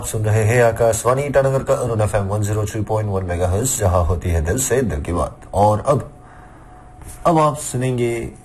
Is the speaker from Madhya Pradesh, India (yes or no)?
no; Jamlo Mongko, Arunachal Pradesh, India; also born or lived in Daporijo; मैं सियांग, उस समय वेस्ट सियांग था, अभी सियांग डिस्ट्रिक्ट बन गया है। सियांग डिस्ट्रिक्ट जमलोमोंगको विलेज से है। तो वहां से हम अपना क्लास 5 तक वहां पे पढ़ा है।